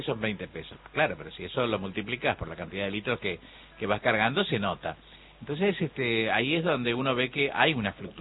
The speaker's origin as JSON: {"language": "Spanish", "country": "Argentina", "said": "porque somos argentinos y no podemos con nuestro genio"}